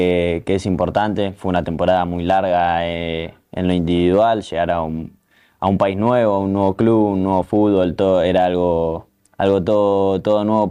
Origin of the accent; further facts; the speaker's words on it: Argentina; moved away as an adult; now in Seville, Spain; uno como argentino